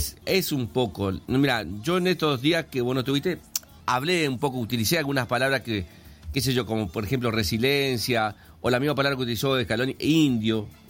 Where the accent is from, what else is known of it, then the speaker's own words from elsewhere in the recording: Argentina; acá los argentinos nos sacudimos y seguimos, amigo, peleándola.